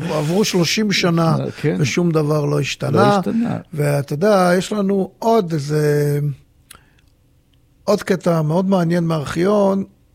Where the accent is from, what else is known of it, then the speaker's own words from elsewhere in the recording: Tel Aviv, Tel Aviv District, Israel; איפה גרתי בצפון תל אביב, וגדלתי בדרום תל אביב